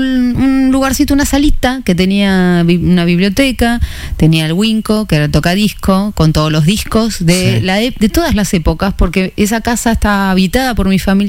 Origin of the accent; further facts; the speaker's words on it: Buenos Aires, Argentina; Yo soy del barrio de Barracas, muy porteña, ¿eh?